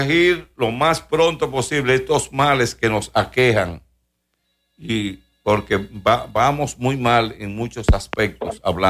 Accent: Dominican Republic; Somos dominicanos y tenemos derecho.

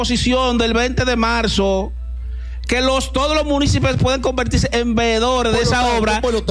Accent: Moca, Espaillat, Dominican Republic; Yo soy de aquí, de Moca.

